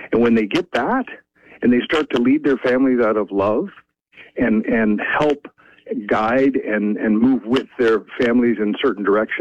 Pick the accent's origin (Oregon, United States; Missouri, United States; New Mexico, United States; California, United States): Oregon, United States; Well, I'm from Oregon. I'm Central Oregon.